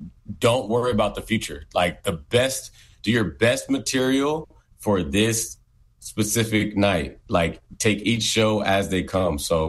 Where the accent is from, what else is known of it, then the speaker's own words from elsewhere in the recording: Houston, Texas, United States; now in New York, United States; especially coming from my hometown in Houston, and my, you know, folks out here in New York